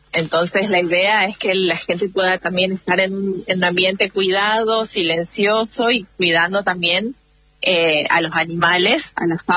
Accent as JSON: {"language": "Spanish", "town": "Ciudad del Este", "region": "Alto Paraná", "country": "Paraguay", "tie": "born there", "said": "Yo nací en Ciudad del Este, en Paraguay."}